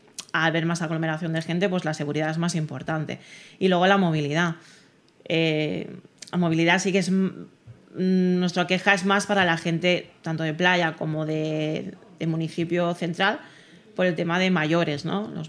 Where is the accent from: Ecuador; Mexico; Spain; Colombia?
Spain; yo, que soy de Can Roca